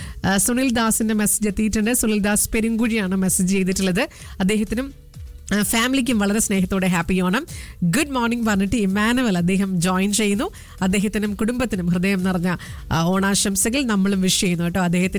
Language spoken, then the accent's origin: Malayalam; Chavakkad, Kerala, India; എൻ്റെ വീട് തൃശ്ശൂർ ചാവക്കാടാണ്.